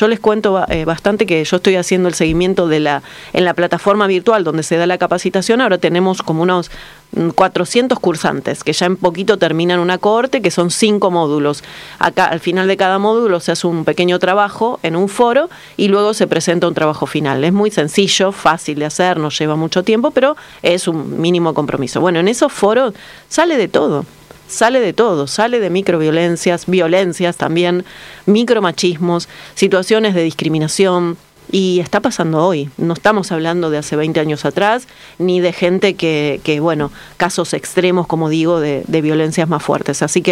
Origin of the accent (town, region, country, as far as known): Argentina